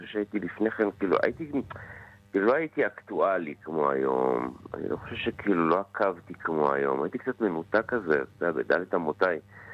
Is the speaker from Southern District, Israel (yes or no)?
no; Hosen, Northern District, Israel; הבית שגדלתי בו במושב בגליל